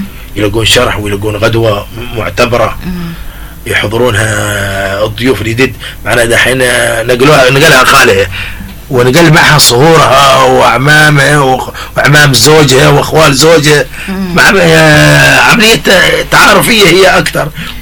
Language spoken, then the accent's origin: Arabic; Mukalla, Hadhramaut, Yemen; لكن عندنا في المكلا ماشي